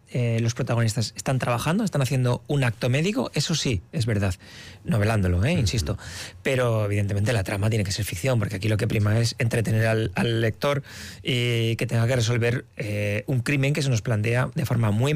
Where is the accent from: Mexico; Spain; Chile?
Spain; La Rioja; also born or lived in Zaragoza; now in San Sebastián, Spain; Soy riojano, trabajaba y vivía en Zaragoza y me he casado con una donostiarra.